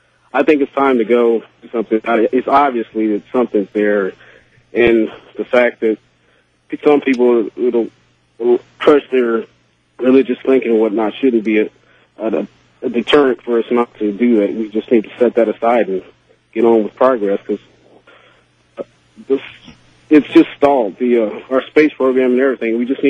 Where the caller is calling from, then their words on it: Tulsa, Oklahoma, United States; from Tulsa.